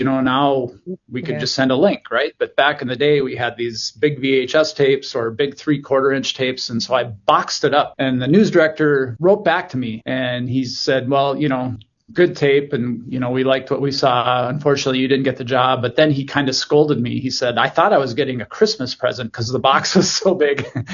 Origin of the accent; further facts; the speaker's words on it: Bismarck, North Dakota, United States; also born or lived in Minot; I was born in Bismarck and eventually made my way to the University of North Dakota.